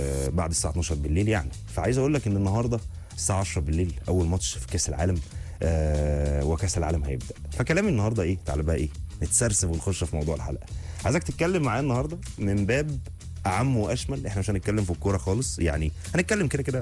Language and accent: Arabic; Egypt; عندنا منتخبنا الوطني منتخب مصر